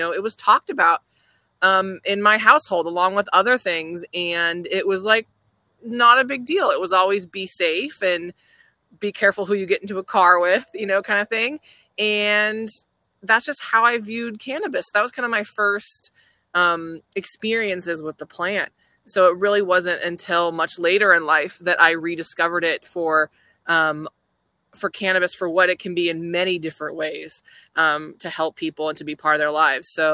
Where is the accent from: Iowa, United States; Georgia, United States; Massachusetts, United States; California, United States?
California, United States; I come from California, super liberal family.